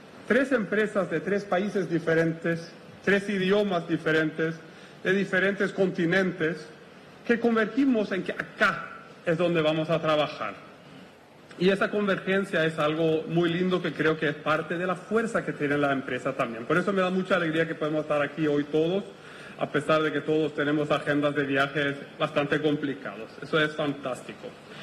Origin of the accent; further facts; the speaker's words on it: Sweden; moved away as an adult; now in Paraguay; Yo vengo de Suecia. Llevo una década trabajando con Paraguay y desde hace 4 o 5 años radicado aquí con mi esposa muy, muy felizmente.